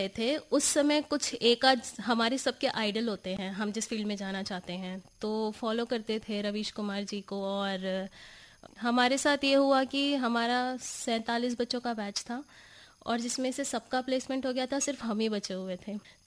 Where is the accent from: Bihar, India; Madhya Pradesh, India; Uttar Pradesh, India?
Uttar Pradesh, India; Lucknow; अभी मैं लखनऊ से आई हूँ।